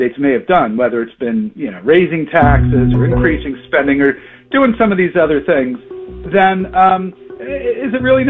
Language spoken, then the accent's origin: English; United States; As an American